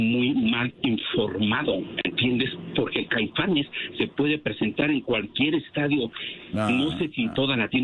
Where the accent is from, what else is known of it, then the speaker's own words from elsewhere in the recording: Mexico City, Mexico; Sí, soy de la Ciudad de México.